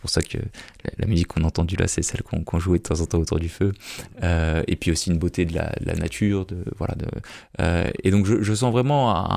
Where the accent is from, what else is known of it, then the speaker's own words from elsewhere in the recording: Tourcoing, Hauts-de-France, France; Alors moi, j'ai grandi à Tourcoing, dans une famille qui avait des racines chrétiennes. J'ai été baptisé, j'étais à l'école catholique à Tourcoing, puis à Lille à Saint-Paul.